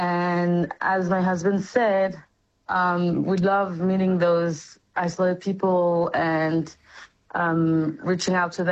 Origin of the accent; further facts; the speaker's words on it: France; now in New York, United States; So we are living in New York. I'm actually originally from France, but we've been living in New York for the past few years.